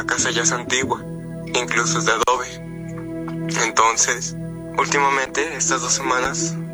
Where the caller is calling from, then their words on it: Tlayacapan, Morelos, Mexico; de Tlayacapan, Morelos.